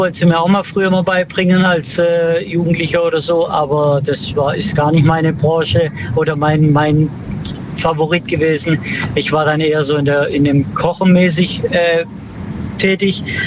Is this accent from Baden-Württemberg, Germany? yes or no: yes; Baden-Württemberg, Germany; Aus dem Schwarzwald.